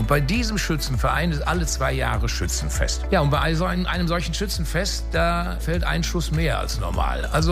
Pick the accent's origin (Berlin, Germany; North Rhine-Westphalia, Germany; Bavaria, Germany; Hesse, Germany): North Rhine-Westphalia, Germany; Unna; Also ich bin in Una Stockholm geboren, 1961. Und dementsprechend ist das für mich natürlich so meine Quelle. Meine ursprüngliche Heimat ist das, ne? Und meine Wurzel. Ja, ich bin in Una zur Schule gegangen, ich war auf dem Geschwister-Scholl-Gymnasium und so.